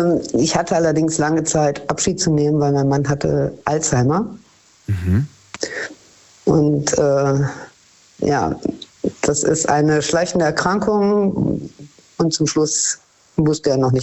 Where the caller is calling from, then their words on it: North Rhine-Westphalia, Germany; Ich bin eigentlich in der Nähe von Köln.